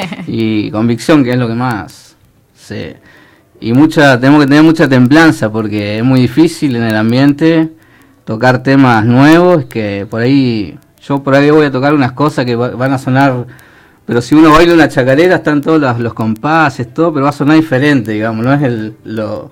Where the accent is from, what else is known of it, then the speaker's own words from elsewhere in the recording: Junín de los Andes, Neuquén, Argentina; moved away as an adult; now in Santa Cruz, Argentina; De Junín de los Andes, ahí pegadito a San Martín, zona sur, Villa Langostura, toda esa hermosura, esa inmensidad